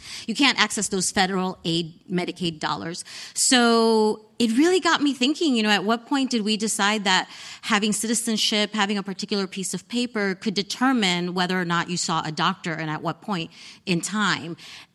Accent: New Jersey, United States; So I like to tell people I grew up in the United Nations of Latinos, located in New Jersey, not that far from the UN.

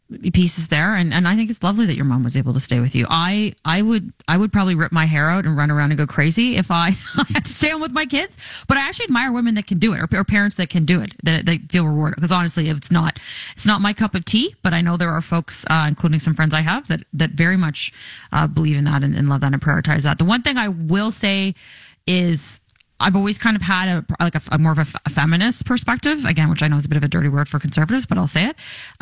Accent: Amherstburg, Ontario, Canada; I have my stick on the ice because of where I grew up in Amherstburg and all those things.

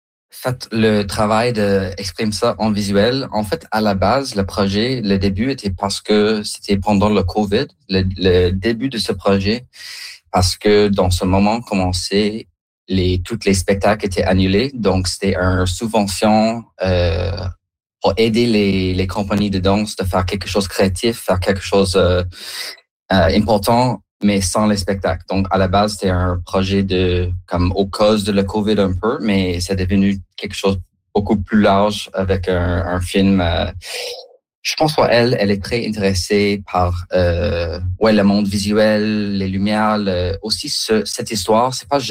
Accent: Kingston, Ontario, Canada; French is a second language; now in Edmonton, Canada; Comme moi, quand j'ai grandi en Kingston, j'ai pas connu comme des gens français.

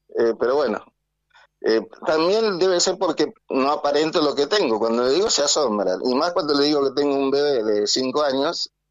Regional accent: Santo Tomé, Corrientes, Argentina; Yo nací en Santo Tomé, Corrientes.

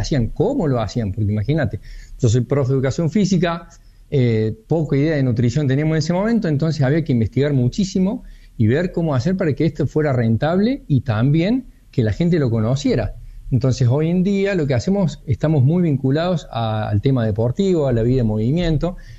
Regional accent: Argentina

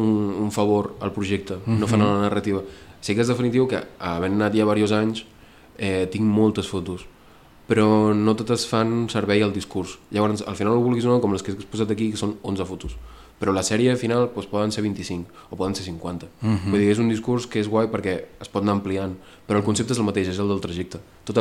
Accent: L'Arboç, Catalonia, Spain; jo no soc de Tarragona, ja dic Tarragona per tal, però soc un poble petitó de 5.000 habitants de l'Arboç

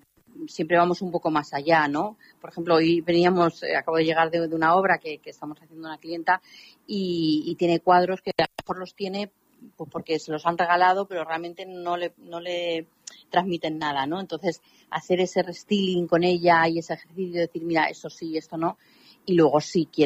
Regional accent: Moral de Calatrava, Castilla-La Mancha, Spain; also born or lived in Ciudad Real; now in Madrid, Spain; He de decirte que yo nací en Madrid, solamente nací aquí. Viví en Moral de Calatrava hasta los 8 años y luego ya viví en Ciudad Real

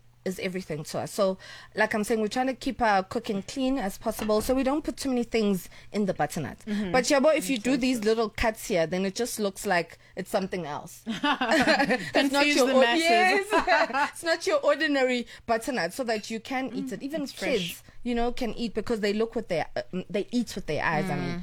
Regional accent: Durban, KwaZulu-Natal, South Africa; because I'm from Durban.

